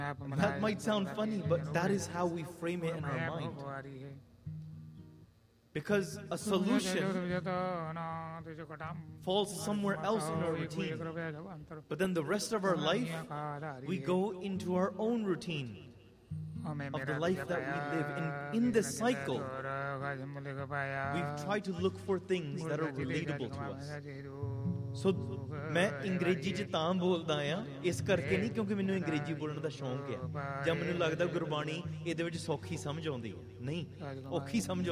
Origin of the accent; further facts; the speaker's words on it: Canada; when I grew up here in Canada and I look back even though I'm born in 94